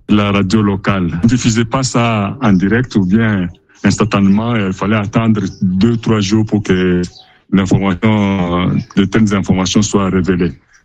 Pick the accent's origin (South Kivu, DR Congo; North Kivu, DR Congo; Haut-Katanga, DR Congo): Haut-Katanga, DR Congo; Lubumbashi; born there; also born or lived in Zambia; Bon, je suis né en Zambie. Je suis venu au pays, à Lubumbashi, pour les études. J'y suis resté.